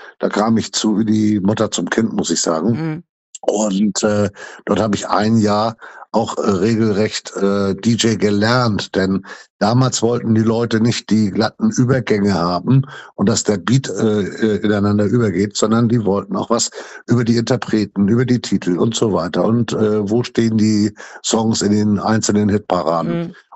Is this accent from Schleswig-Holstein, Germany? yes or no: yes; Fehmarn, Schleswig-Holstein, Germany; moved away as an adult; now in Thailand; Ich bin auf der Ostseeinsel Fehmarn ja groß geworden.